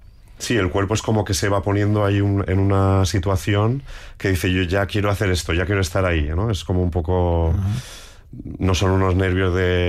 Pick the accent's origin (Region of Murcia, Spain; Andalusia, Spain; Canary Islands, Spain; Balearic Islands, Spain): Balearic Islands, Spain; moved away as an adult; now in Madrid, Spain; yo me fui de Mallorca, pues hará unos 25 años, sí, más o menos, sí, o alguno más. Y, o sea, ya llevo más tiempo fuera que en casa.